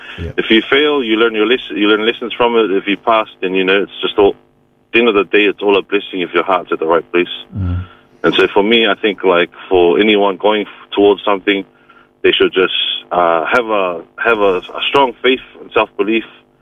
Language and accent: English; New Zealand; growing up in the culture and growing up in New Zealand